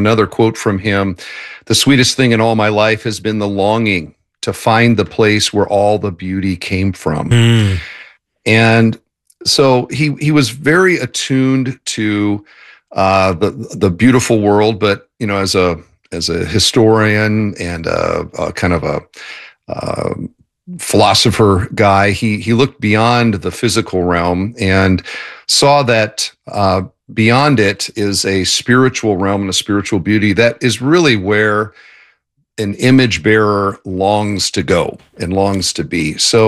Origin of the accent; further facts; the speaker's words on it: Waterloo, Iowa, United States; I grew up in Waterloo, Cedar Falls. Oh. My dad was a 40-year John Deere engineer.